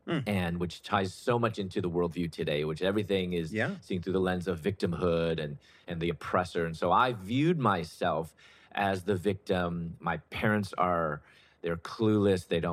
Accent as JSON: {"language": "English", "town": "Chicago", "region": "Illinois", "country": "United States", "said": "So it wasn't until my early 20s, I'm originally from Chicago, and I was accepted to dental school, pursuing my doctorate in dentistry."}